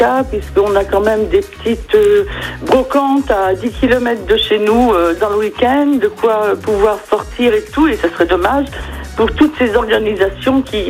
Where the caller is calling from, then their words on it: Vicq-sur-Nahon, Centre-Val de Loire, France; moi, je vous appelle de Vic-sur-Naon, petite commune située près du château de Valençay. Donc, et pas très loin, effectivement, du parc zoologique de Beauval.